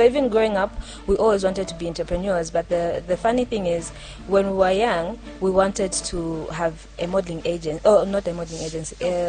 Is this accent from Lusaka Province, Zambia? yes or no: yes; Lusaka, Lusaka Province, Zambia; So, we're born and raised in Lusaka. Lusaka West, to be specific.